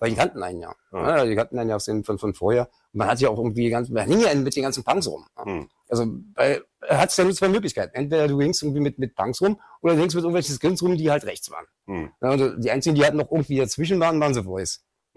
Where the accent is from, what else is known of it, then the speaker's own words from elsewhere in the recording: Berlin, Germany; Geboren in Schöneberg, groß geworden in Kreuzberg.